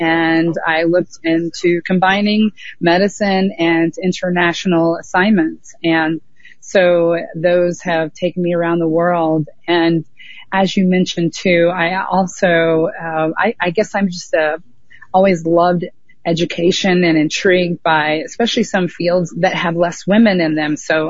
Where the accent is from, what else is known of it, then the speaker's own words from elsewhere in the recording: Indianapolis, Indiana, United States; I grew up in Indianapolis